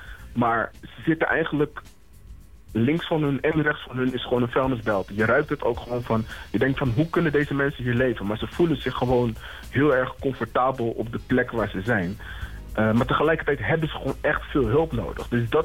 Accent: Suriname; het land waar ik zelf vandaan kom. Ik kom uit Suriname.

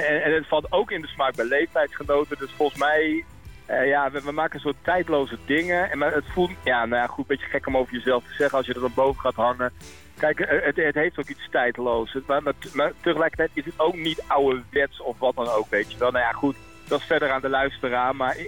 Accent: Groningen, Netherlands; now in The Hague, Netherlands; ik ben een Groninger die ooit eens geëmigreerd is naar Den Haag. En ik ben Den Haag echt super gaan waarderen. Ik vind het zo'n fijne stad.

